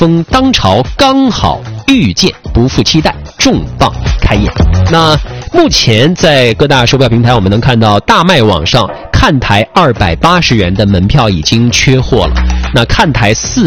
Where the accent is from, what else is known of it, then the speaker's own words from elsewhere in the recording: Jilin, China; 作为我们吉林人